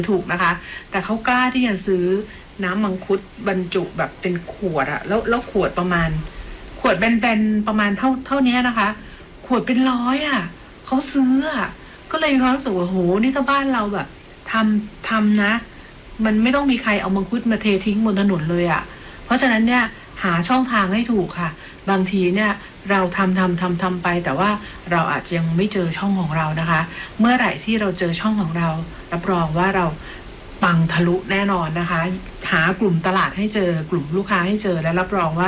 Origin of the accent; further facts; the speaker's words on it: Chumphon, Thailand; เรามาจากชุมพรไงเรามาจากชุมพร